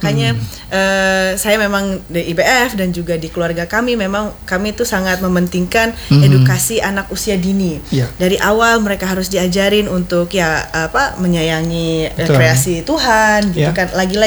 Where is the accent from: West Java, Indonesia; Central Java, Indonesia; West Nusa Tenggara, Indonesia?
West Nusa Tenggara, Indonesia; Lombok; saya kan asli orang Lombok ya. Jadi dari kecil memang saya sudah senang banget snorkeling dan diving, scuba diving.